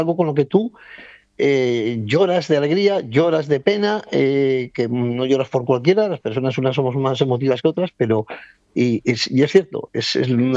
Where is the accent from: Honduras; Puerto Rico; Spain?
Spain; Santander, Cantabria; yo nací en Santander y viví toda mi infancia en donde está el campo de fútbol de General Dávila, del cuartel, que era un cuartel.